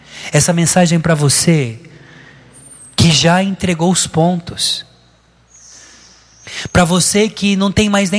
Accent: Barretos, São Paulo, Brazil; Eu sou de Barretos, tá? Terra do peão.

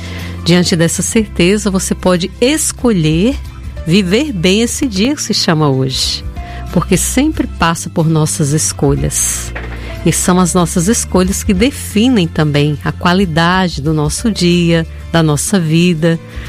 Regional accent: Northeast Region, Brazil; now in São Paulo, Brazil; Eu que sou da região nordeste do Brasil, onde o São João é muito forte

